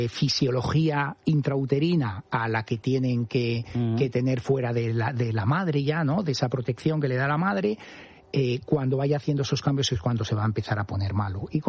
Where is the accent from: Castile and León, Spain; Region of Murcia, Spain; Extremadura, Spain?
Castile and León, Spain; Cigales; nos casamos en Cigales, que era mi pueblo.